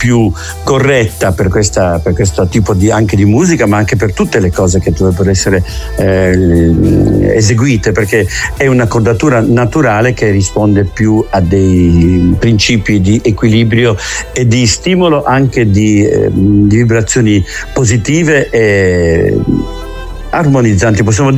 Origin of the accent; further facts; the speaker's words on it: Genoa, Liguria, Italy; sia io da genovese che Massimo Zennaro da veneziano, da isolano, abbiamo il mare nelle vene.